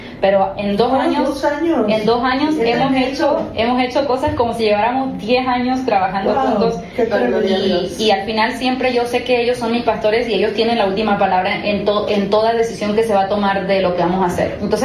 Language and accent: Spanish; Argentina; Soy argentina.